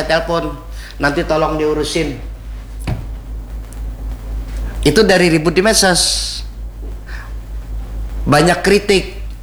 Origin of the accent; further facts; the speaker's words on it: Banjarmasin, South Kalimantan, Indonesia; Sebagai warga Banjarmasin dan asli Banjarmasin